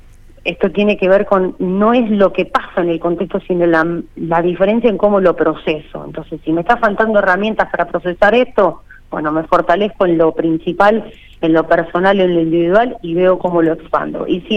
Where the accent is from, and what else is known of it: Argentina